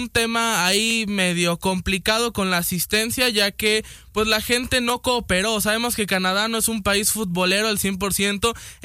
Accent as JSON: {"language": "Spanish", "country": "Mexico", "said": "somos mexicanos y nos gusta complicarnos la vida"}